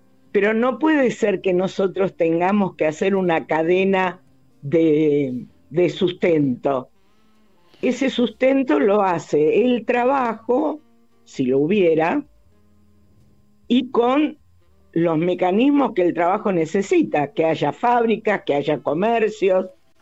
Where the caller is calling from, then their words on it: Buenos Aires, Argentina; Soy de Capital, del barrio Santa Rita.